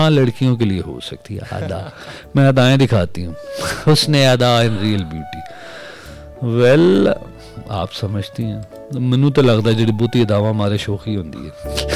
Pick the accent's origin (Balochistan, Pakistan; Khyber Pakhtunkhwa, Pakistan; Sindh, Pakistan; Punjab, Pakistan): Punjab, Pakistan; Lahore; پاکستان کے لاہور سے ہوں میں, اور لاہور سے شو کر رہا ہوں میں